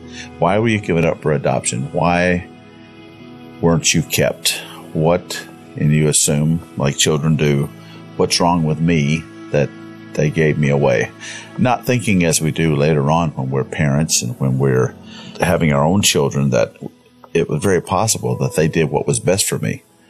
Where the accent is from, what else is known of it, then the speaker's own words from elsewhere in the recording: Concord, North Carolina, United States; I was adopted by a wonderful man and woman … I was raised in Concord, North Carolina, which is in Cabarrus County in the beautiful heart of North Carolina in the Piedmont region.